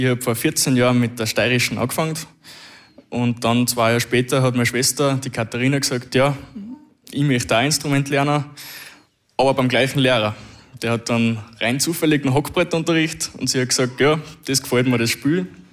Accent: Maria Neustift, Upper Austria, Austria; wir kommen vom biologischen Betrieb aus Maria Neustift.

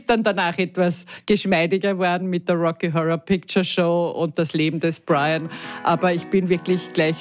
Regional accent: Upper Austria, Austria; born there; Ich bin eben in der Fernsehära aufgewachsen und da gab es dann kein Kino. Das nächste Kino war 10 Kilometer weg, das war in Freistadt.

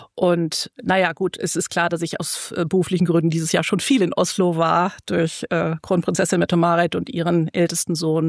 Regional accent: Berlin, Germany; born there; also born or lived in United Kingdom; now in Hamburg, Germany; bin ich geborene Berlinerin, keine Hamburgerin.

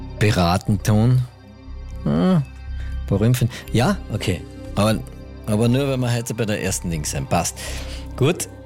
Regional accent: Carinthia, Austria; Wir sind ja Kärntner, gell?

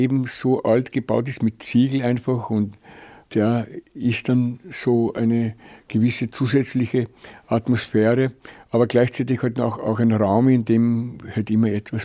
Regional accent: Lower Austria, Austria; moved away; Ich komme ja aus dem Weinviertel und das ist auch eine sehr hügelige Landschaft.

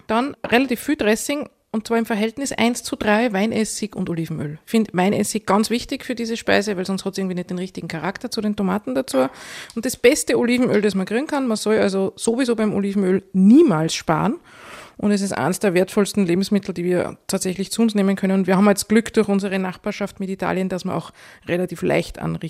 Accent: Upper Austria, Austria; Also ich komme aus dem Traunviertel, also sehr nahe am Mostviertel, genau.

